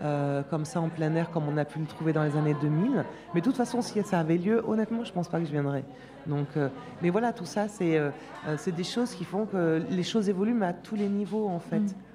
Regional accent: Grenoble, Auvergne-Rhône-Alpes, France; now in Paris, France; moi, je suis originaire de Grenoble. Et quand je suis arrivée à Paris

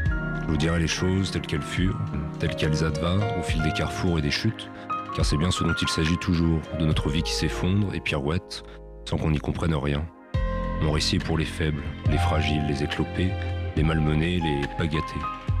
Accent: Paris, Île-de-France, France; J'ai grandi à Paris, entouré de femmes.

